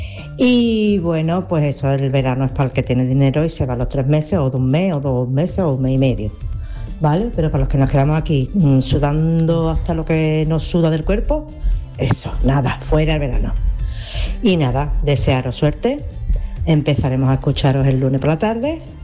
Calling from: Seville, Andalusia, Spain; de Sevilla.

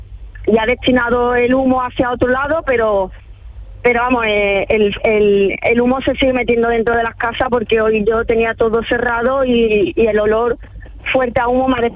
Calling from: Gibraleón, Andalusia, Spain; Soy de Gibraleón.

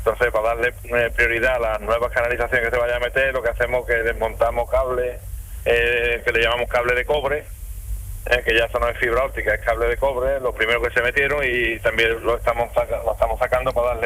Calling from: Chiclana de la Frontera, Andalusia, Spain; en Chiclana de la Frontera, Cádiz.

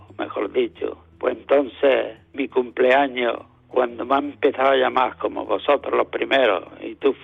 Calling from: Almuñécar, Andalusia, Spain; Hola, Manolo … de Almuñécar, gerente de la Peña El Aguacate.

